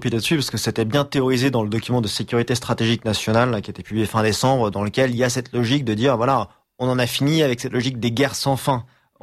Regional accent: France; en tant que Français

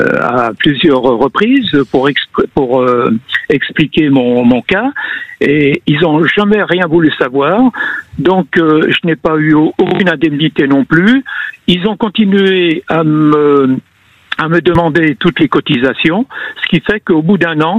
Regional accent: Auvergne-Rhône-Alpes, France; moved away; il y avait pas longtemps que j'avais changé de région puisque je viens de la Savoie

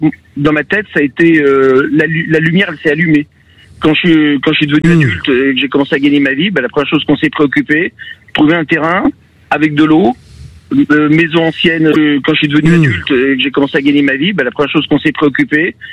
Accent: Lyon, Auvergne-Rhône-Alpes, France; Je suis lyonnais, oui.

